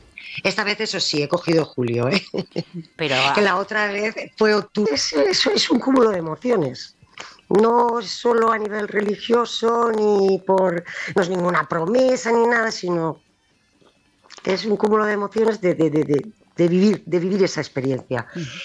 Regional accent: Alicante, Valencian Community, Spain; Pues hemos salido desde Alicante, dos familias, una de Murcia y nosotros que somos de Alicante.

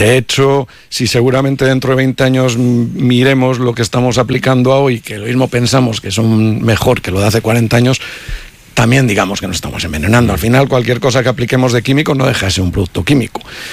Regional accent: Carrión de los Condes, Castile and León, Spain; yo por ejemplo soy de Carrión

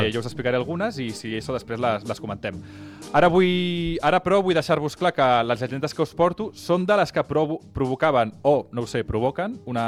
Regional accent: Sabadell, Catalonia, Spain; es compraré una mica cap a casa, jo sóc de Sabadell

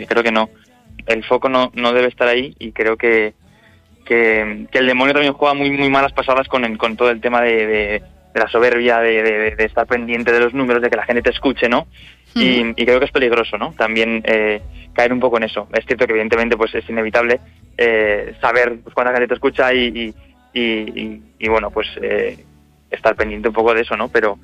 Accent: Salamanca, Castile and León, Spain; Desde luego que es un auténtico regalo poder hacer mi primer concierto en mi ciudad natal, en Salamanca

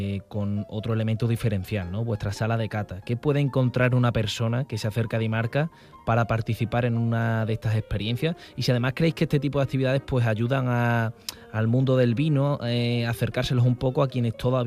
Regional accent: Extremadura, Spain; moved away; Hoy nos remontamos a mi pueblo, y también a su pueblo, a Illones, el sur de Extremadura

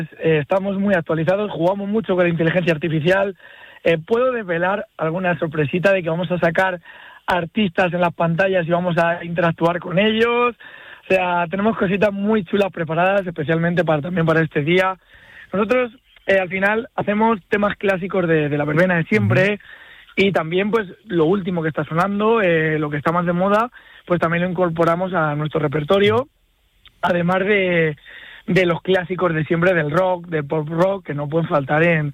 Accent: Cuenca, Castilla-La Mancha, Spain; Somos aquí de Cuenca, como dices.

